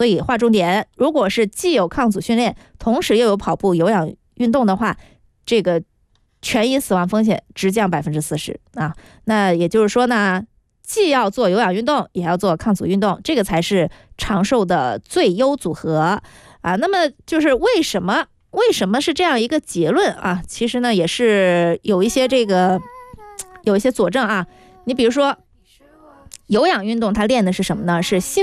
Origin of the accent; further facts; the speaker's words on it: China; 我老家和我成长的地方都没超过长江以北，都在长江以南，你说我算不算北方了？